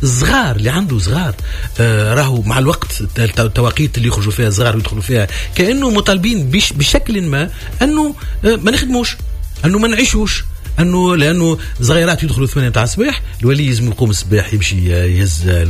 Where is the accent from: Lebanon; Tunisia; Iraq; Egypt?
Tunisia; المدارس عندنا في تونس